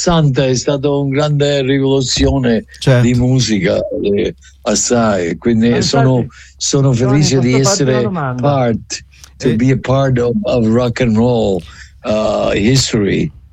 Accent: Longi, Sicily, Italy; now in United States; Prima di lasciare, vorrei salutare un sacco di persone al mio paese, se è possibile.

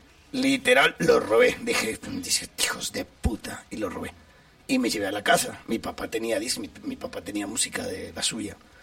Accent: Ecuador; moved away; en mi pueblo, en Ecuador, yo soy de pueblo, güey. O sea, de pueblo del lomo y caballo.

